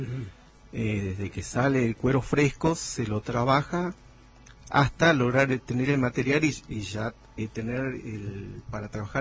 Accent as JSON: {"language": "Spanish", "town": "Guerrero", "region": "Jujuy", "country": "Argentina", "moved": "yes", "lives_now": "Palpalá, Argentina", "said": "yo actualmente vivo en Palpala, pero yo soy de Guerrero."}